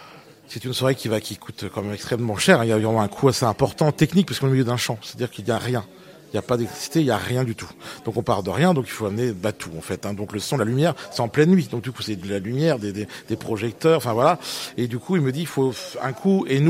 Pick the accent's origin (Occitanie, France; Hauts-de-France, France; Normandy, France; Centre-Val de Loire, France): Centre-Val de Loire, France; Ardentes; d'où on vient, en fait, du milieu rural, je venais d'Ardente